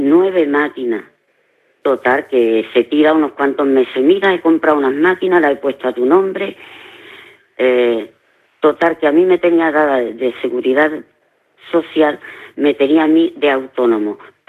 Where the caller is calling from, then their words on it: Andalusia, Spain; yo sin entender ni gota árabe, que yo soy española, soy andaluza.